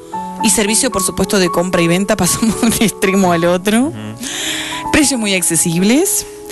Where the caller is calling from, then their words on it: Rincón de Nogoyá, Entre Ríos, Argentina; Ya inventé una localidad. … de Rincón de Nogoyá.